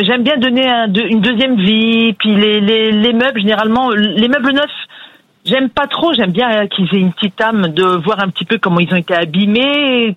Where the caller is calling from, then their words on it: Grand Est, France; Moi je vous appelle de la Moselle, d'Audenlitiche, à la frontière luxembourgeoise.